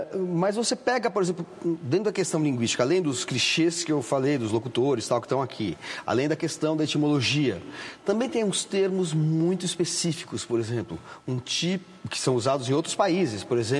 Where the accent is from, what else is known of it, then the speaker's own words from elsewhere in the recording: São Paulo, Brazil; eu sou paulistano e não tenho time em São Paulo